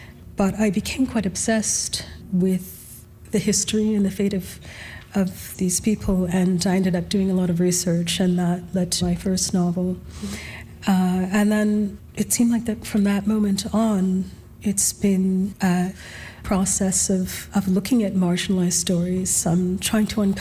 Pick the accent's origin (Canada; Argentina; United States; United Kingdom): Canada; Alberta; And of course, I'm, you know, born and raised in Alberta.